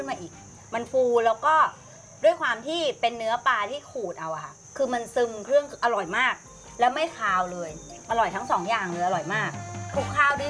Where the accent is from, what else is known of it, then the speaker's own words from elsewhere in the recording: Southern Thailand, Thailand; ไม่ได้เราเป็นคนใต้